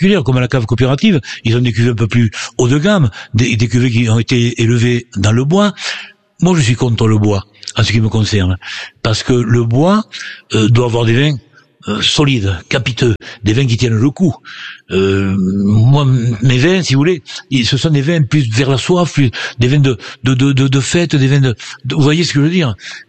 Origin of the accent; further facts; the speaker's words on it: Marcillac, Occitanie, France; Chez nous, à Marsillac, pour une raison unique, c'est que nous n'avons qu'un cépage.